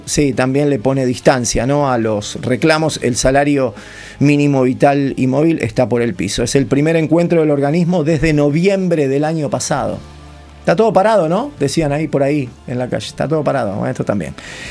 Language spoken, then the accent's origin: Spanish; La Matanza, Buenos Aires Province, Argentina; Gustavo y yo, que formamos parte de la banda también, somos de La Matanza.